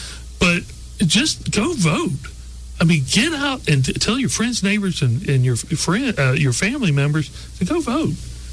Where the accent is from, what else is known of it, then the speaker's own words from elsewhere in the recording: Baldwin County, Alabama, United States; also born or lived in Wiregrass, Alabama; I grew up in Baldwin County, lived in the Wiregrass.